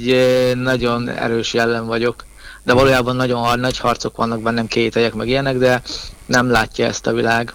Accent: Szabolcs-Szatmár-Bereg, Hungary; now in Jászfényszaru, Hungary; Jászfényszerű, Jászságban vagyok, de amúgy Törzsgyökeres, szabolcsi vagyok

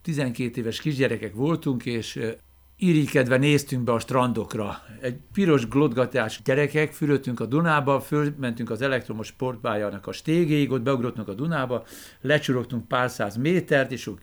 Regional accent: Budapest, Hungary; 1953-ban születtem Budapesten, Angyalföldön. A szüleim a Szlovákiából áttelepített emberek. A édesanyám Pozsony mellől Liget Újfaluról származik

